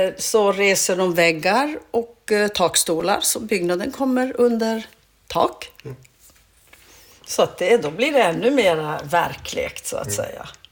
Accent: Hedenäset, Norrbotten County, Sweden; moved away; Och jag har ju vuxit upp här, född och uppvuxen i Hedenäset och... Ja, så att jag är tornedaling, verkligen.

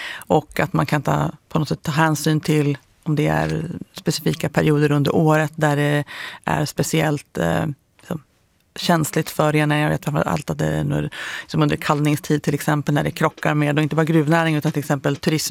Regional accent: Jämtland County, Sweden; Jag är ju uppväxt i Jämtlandsfjällen och har fiskat där mycket.

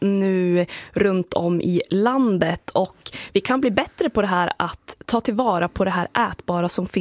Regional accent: Jämtland County, Sweden; Jag kommer ju från Jämtland.

